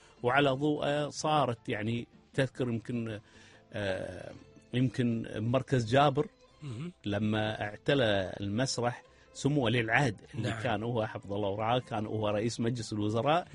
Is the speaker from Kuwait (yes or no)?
yes; Kuwait; إحنا بالكويت